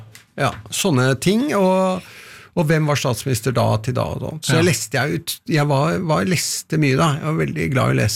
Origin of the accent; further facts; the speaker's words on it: Oslo, Norway; also born or lived in Tåsenhagen; now in Bøler, Oslo, Norway; På Nordstrand.